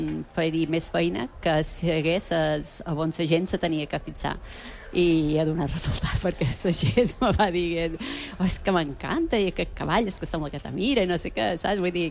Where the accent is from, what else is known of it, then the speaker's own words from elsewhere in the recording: Es Migjorn Gran, Balearic Islands, Spain; som dels Mitjors